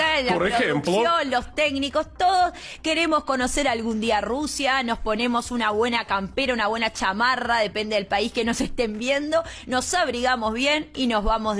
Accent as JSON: {"language": "Spanish", "country": "Uruguay", "lives_now": "Caracas, Venezuela", "said": "soy uruguaya, pero estoy desde Caracas, Venezuela."}